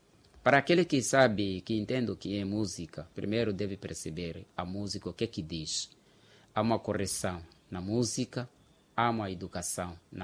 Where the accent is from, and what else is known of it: Quelimane, Zambezia, Mozambique